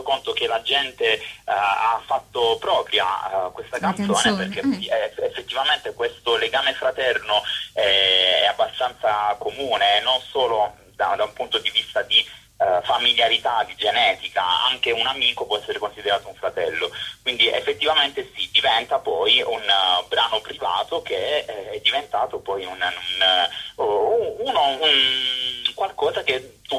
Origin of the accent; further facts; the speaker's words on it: Cassano delle Murge, Apulia, Italy; Io sono a Cassano delle Murge, in provincia di Bari.